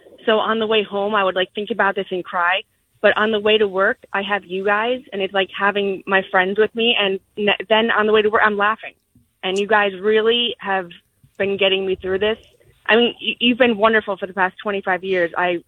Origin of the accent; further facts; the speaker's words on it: Scotland, United Kingdom; I'm Scottish, too.